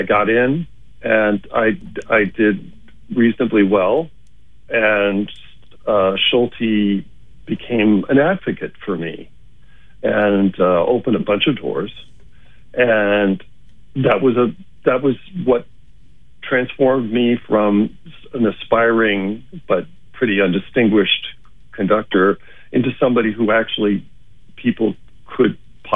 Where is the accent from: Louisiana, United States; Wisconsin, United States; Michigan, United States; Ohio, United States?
Michigan, United States; I'm from Michigan, so you know, a Midwest boy